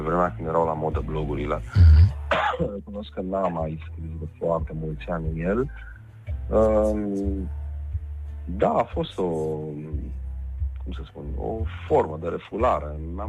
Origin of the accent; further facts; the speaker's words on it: Transylvania, Romania; Eu sunt ardelean, ca și tine și ca mulți care ne ascultă acum.